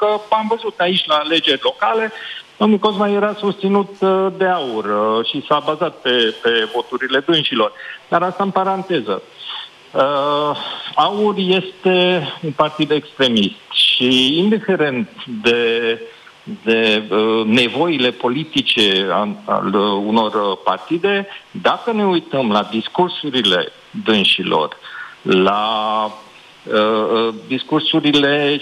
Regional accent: Satu Mare, Satu Mare County, Romania; eu sunt din Satu Mare

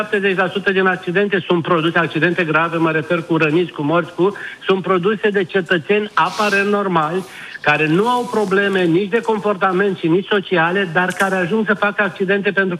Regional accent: Romania

